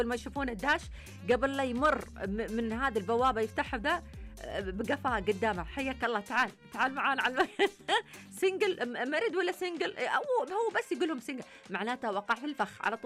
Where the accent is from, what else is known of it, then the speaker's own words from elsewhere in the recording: Saudi Arabia; عندنا في السعودية؟